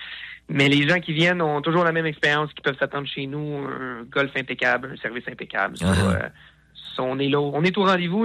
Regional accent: Repentigny, Quebec, Canada; J'ai grandi à Repentigny, mais j'ai grandi en tant qu'entrepreneur à la Valtrie.

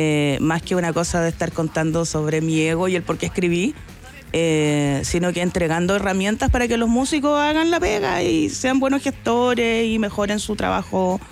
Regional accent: Santiago, Santiago Metropolitan Region, Chile; Yo soy de Santiago

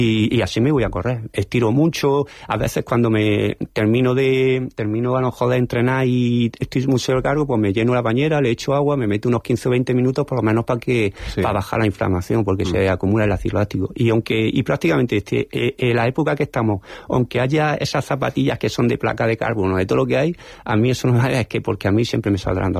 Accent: Linares, Andalusia, Spain; born there; Y eso es lo que yo he sembrado en mi tierra y es lo que he aprendido de mi Linares.

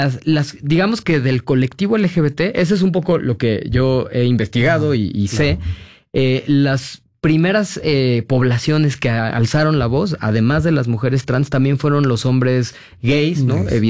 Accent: Mexico

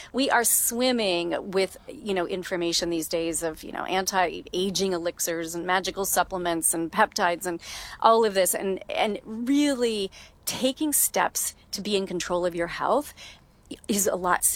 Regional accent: Kentucky, United States; I grew up in Kentucky, went to Churchill Downs, the home of the Kentucky Derby, many times.

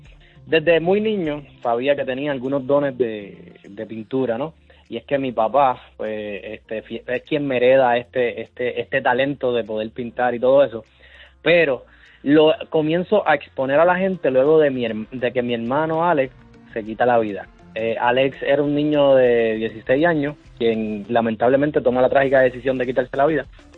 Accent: Puerto Rico; lo que nos distingue como puertorriqueños, ¿no? Y creo que parte de ser puertorriqueño es nuestra diáspora.

